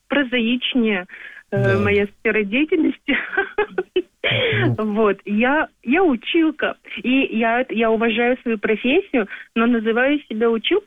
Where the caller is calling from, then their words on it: Perm Krai, Russia; мы живем на юге Пермского края.